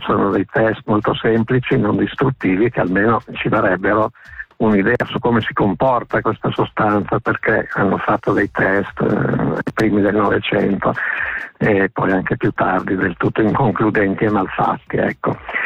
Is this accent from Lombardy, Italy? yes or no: yes; Pavia, Lombardy, Italy; born there; now in Treviso, Italy; Io sono nato a Pavia, adesso vivo a Treviso.